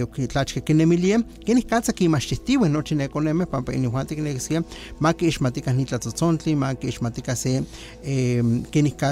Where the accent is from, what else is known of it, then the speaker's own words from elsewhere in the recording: Veracruz, Mexico; now in Xalapa, Mexico; Nosotros somos de la Huasteca, de la zona norte del estado, pero llevamos años aquí en Jalapa. Jalapa nos adoptó y seguimos acá y seguiremos acá